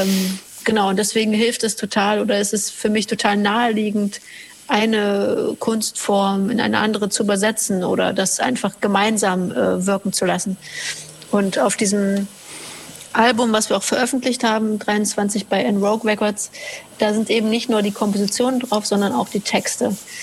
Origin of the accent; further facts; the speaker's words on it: Halle, Saxony-Anhalt, Germany; Orten meiner Kindheit und Jugend in Halle. Dort bin ich aufgewachsen.